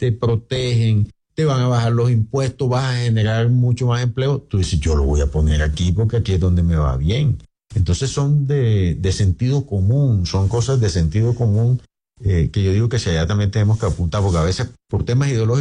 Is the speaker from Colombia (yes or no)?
yes; Santa Marta, Magdalena, Colombia; A ver, yo soy samario, me gusta la Unión Magdalena